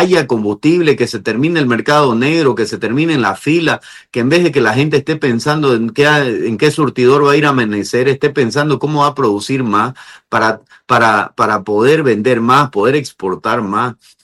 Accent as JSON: {"language": "Spanish", "country": "Bolivia", "said": "Tenemos que estar con todas las realidades como bolivianos para poder planificarnos bajo base sólida"}